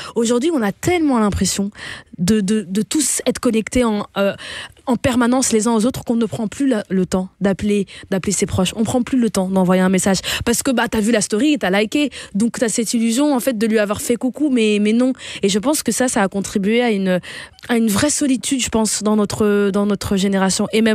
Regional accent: Flanders, Belgium; Moi, j'ai grandi en Belgique, j'ai grandi du côté flamand. Je suis toujours allée dans une école néerlandophone.

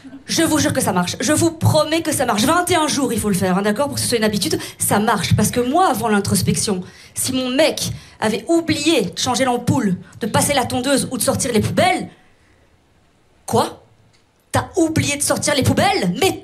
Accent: Belgium; accent: Belgian; Quand je m'énerve, mon accent belge revient très fort, sinon je l'ai pas trop.

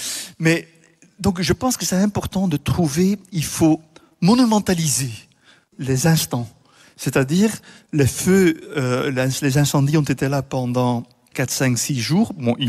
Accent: Bruges, Flanders, Belgium; Moi je viens de Bruges

